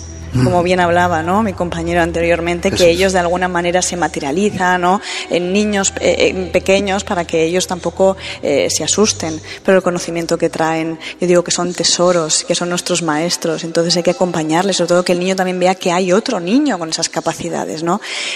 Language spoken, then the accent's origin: Spanish; Valencia, Valencian Community, Spain; Soy de Valencia. Pues estoy entre Madrid, Valencia